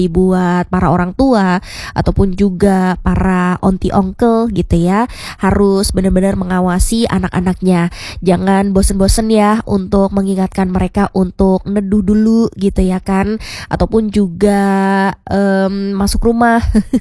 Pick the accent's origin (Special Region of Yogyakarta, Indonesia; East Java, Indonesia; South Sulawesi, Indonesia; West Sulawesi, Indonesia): Special Region of Yogyakarta, Indonesia; Yogyakarta; kita sebagai warga Jogja yang mungkin tubuhnya tuh sudah beradaptasi dengan kondisi cuaca di Jogja